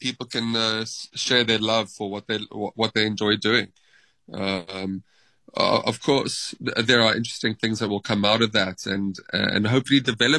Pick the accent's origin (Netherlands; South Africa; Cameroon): South Africa; as a South African